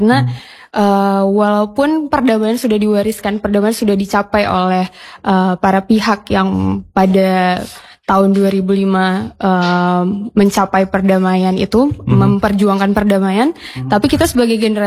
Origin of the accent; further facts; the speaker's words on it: Aceh, Indonesia; Iya, sebagai warga Aceh, Bang. Yeah. Kita kan punya sejarah bahwa Aceh pernah mengalami konflik.